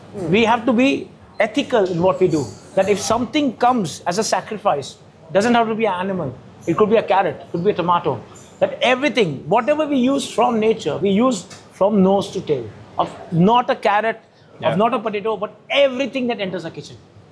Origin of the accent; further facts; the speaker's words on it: Kolkata, West Bengal, India; born there; also born or lived in Thiruvananthapuram / Delhi; I was born in Calcutta as a Punjabi kid, living on Bengali food and Calcutta chaat cultures.